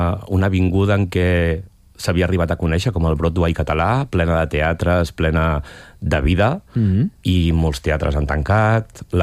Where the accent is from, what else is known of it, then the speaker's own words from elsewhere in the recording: Sant Pau de Segúries, Catalonia, Spain; moved away as an adult; now in Barcelona, Spain; Jo sóc de poble, sóc de Sant Pau de Segúries. Vaig venir a Barcelona a estudiar i em vaig quedar a treballar i m'hi he quedat a viure.